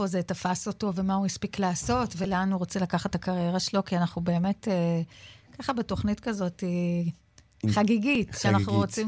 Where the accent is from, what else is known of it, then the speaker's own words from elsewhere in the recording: Southern Israel, Israel; אני דרומית